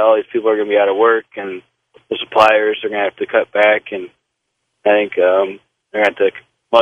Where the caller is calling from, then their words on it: Detroit, Michigan, United States; from Detroit